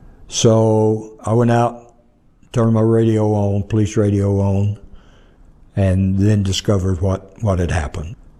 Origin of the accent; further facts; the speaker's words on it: Arkansas, United States; I'm from Arkansas.